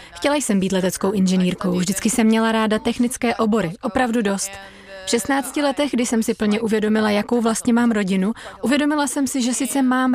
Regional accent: Moscow, Russia; Czech is a second language; moved away as an adult; Narodila jsem se tam, vyrostla jsem tam, v Moskvě.

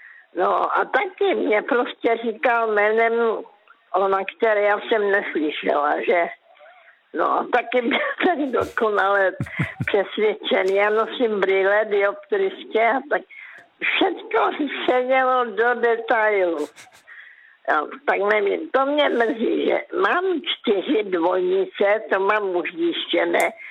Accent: Karolinka, Zlín Region, Czechia; já pocházím z Karolinky a jela jsem do Velkých Karlovic.

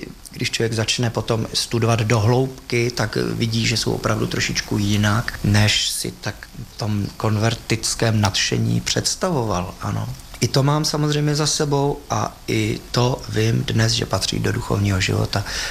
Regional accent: Bohemia, Czechia; jsme tedy přešli Češi, protože tam jsme byli Češi a Moraváci. Takže Moraváci šli do Olomouce a Češi jsme šli do Prahy.

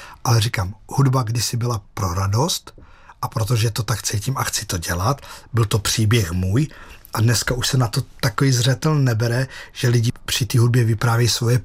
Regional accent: Plzeň Region, Czechia; jsem vyrůstal na Rokycansku

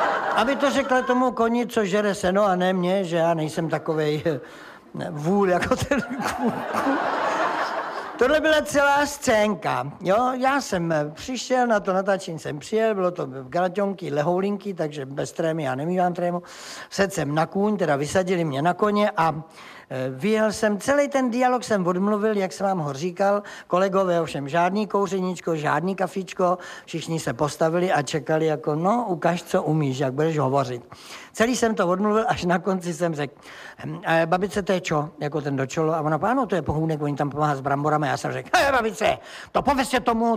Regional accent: South Bohemian Region, Czechia; já jsem blbý Jihočech

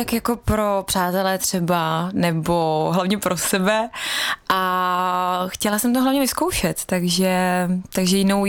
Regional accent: Svitavy, Pardubice Region, Czechia; Ano, jsem přímo ze Svitav, takže jo, jsem.

